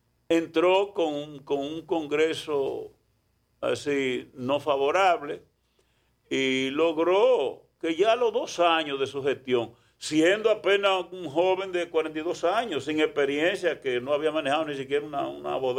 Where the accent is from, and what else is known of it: Dominican Republic